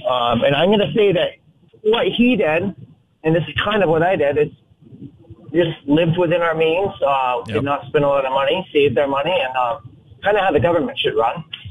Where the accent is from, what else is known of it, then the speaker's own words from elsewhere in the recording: Vermont, United States; moved away as an adult; now in Maine, United States; I'm originally from Vermont. I bought a house that I think I was 26 years old. I got married a little later than he did. And then we sold. So we moved up in 20 to Maine to be with family.